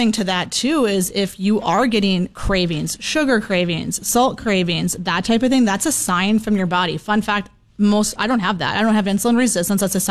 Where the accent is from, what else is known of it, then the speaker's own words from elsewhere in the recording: Ashley, North Dakota, United States; So I'm from Ashley. My family's owned a John Deere implement my whole life.